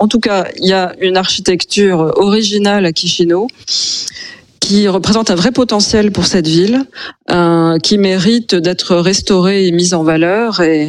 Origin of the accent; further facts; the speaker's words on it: Grand Est, France; born there; je suis née en France, mais dans une région qui est frontalière de l'Allemagne et du Luxembourg, et j'ai un grand-père qui est germanophone.